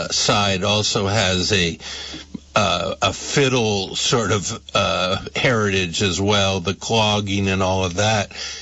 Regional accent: St. Albans, Vermont, United States; And St. Albans, Vermont, my hometown, we got to hear you, and it was such a pleasure.

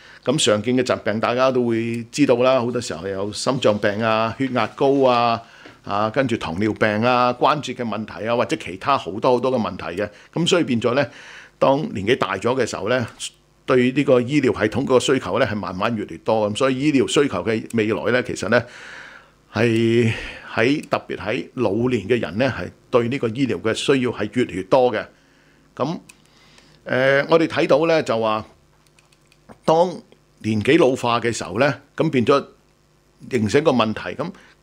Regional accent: China; 我哋中國人或者甚至有啲嘅民族，好似意大利啊、希臘啊。

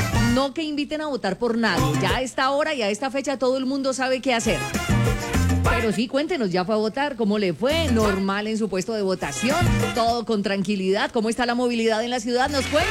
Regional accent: Colombia; Ánimo porque como colombianos y de acuerdo a lo que cada uno piensa, quiere, espera, ya eligió su candidato

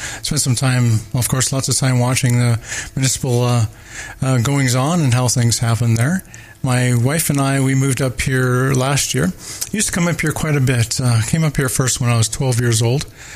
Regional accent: Kawartha Lakes, Ontario, Canada; born there; also born or lived in Barbados; now in Haliburton, Canada; I was down in the Coastal Lakes through high school days.

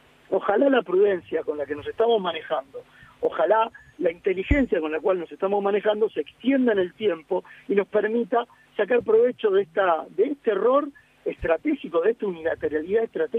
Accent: Argentina

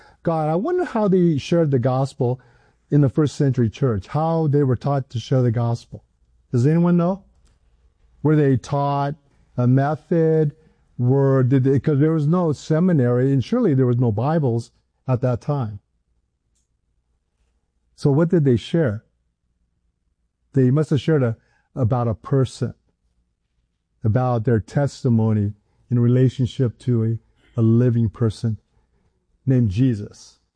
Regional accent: Hawaii, United States; also born or lived in San Diego; I grew up in Hawaii. I was in Hawaii and that's where I went to school.

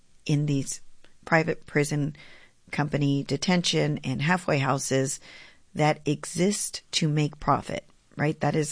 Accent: Texas, United States; now in Austin, United States; I grew up in the Valley, yes. I'm a legislator who represents Central Texas, Austin, in the Texas House, but I am born and raised in the Rio Grande Valley.

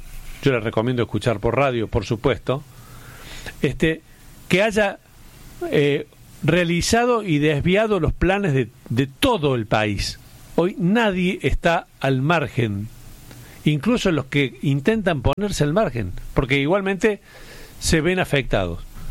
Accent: Argentina

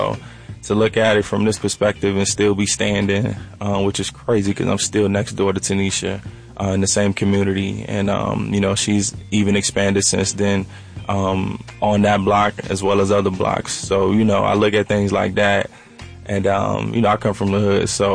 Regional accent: New Orleans, Louisiana, United States; moved away as an adult; now in Atlanta, United States; So I'm born and raised in New Orleans. I've been here since 2019, so I've spent some good time here in Atlanta.

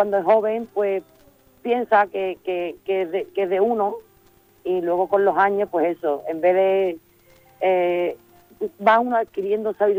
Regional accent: Sanlúcar de Barrameda, Andalusia, Spain

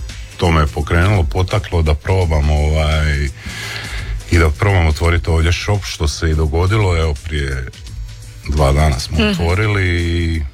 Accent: Osijek, Osijek-Baranja County, Croatia; Zapravo ja sam iz Osijeka.

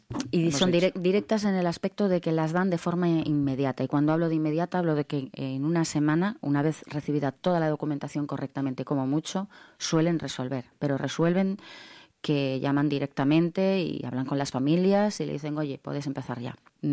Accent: Spain; Yo creo que en España tenemos un lenguaje muy amplio que no utilizamos todos al 100%.

